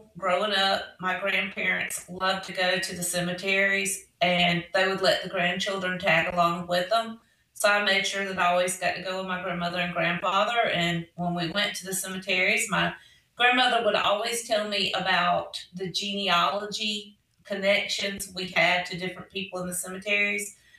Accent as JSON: {"language": "English", "town": "Greenville", "region": "Alabama", "country": "United States", "said": "I am from Greenville, Alabama. I have lived in Butler County pretty much all my life."}